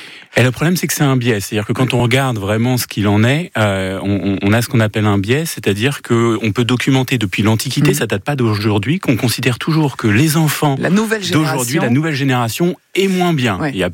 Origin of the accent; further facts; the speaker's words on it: France; Ah mais moi, je suis un Français